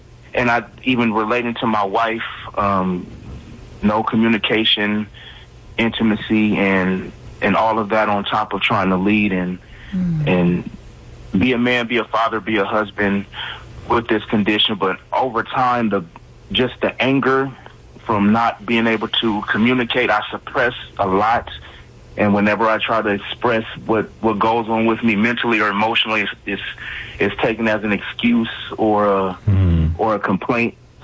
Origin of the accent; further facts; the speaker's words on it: California, United States; Yeah, I was diagnosed. I'm from California.